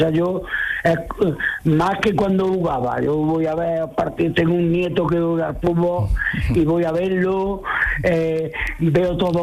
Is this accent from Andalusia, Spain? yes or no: yes; Córdoba, Andalusia, Spain; debutar en el Córdoba, jugar en el Córdoba, que es mi tierra, pues fue lo más grande del mundo